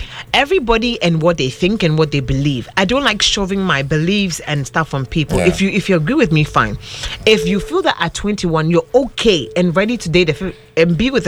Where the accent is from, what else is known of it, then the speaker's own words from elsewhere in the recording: Accra, Greater Accra, Ghana; also born or lived in La; I grew up in Osu.